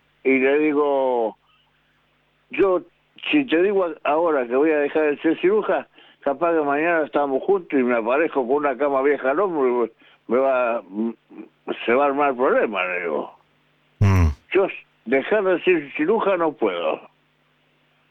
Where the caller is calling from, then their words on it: General Pico, La Pampa, Argentina; De General Pico, La Pampa.